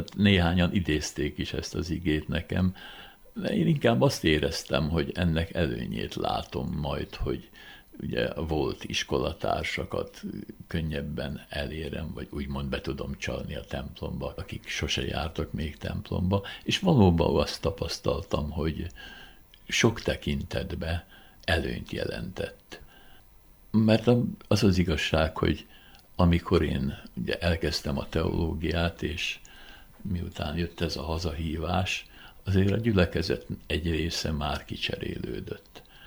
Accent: Vác, Pest, Hungary; én itt nőttem fel be a városba.

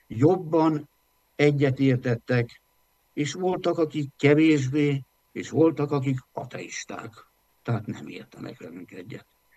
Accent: Southern Slovakia, Slovakia; jelenleg is a Benes dekrétumok alatti büntető hatás alatt állok, mert felvidéki magyar vagyok, onnan származom

